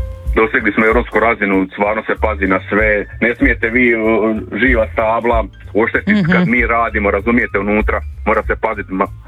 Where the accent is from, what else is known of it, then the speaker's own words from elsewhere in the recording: Vinkovci, Vukovar-Srijem County, Croatia; Ja sam inače iz Vinkovaca, trenutno radim u Sisku na terenu.